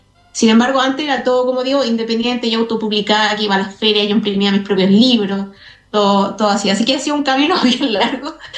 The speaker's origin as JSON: {"language": "Spanish", "town": "Iquique", "region": "Tarapacá", "country": "Chile", "also_born_or_lived": "Santiago", "moved": "as an adult", "said": "que yo soy de Iquique, pero viajé a Santiago a estudiar"}